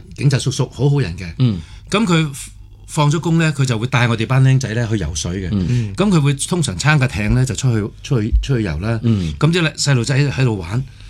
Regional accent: Cheung Chau, Islands, Hong Kong; 跟住我咧就搬咗去長洲住。其實我長洲住咗個係啊，嗰個童年喺長洲住。長洲嗰段時間咧，我係印象好深嘅，因為嗰陣時咧係周街走。

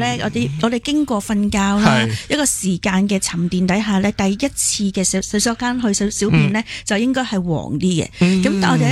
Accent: Hong Kong; 你知道我哋香港人嘅啦，好有责任感，好干净㗎嘛。

